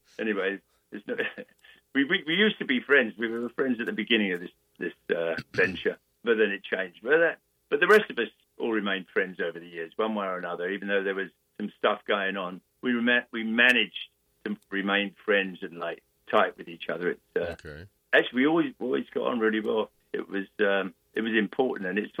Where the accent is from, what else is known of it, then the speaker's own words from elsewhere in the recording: London, United Kingdom; me growing up in London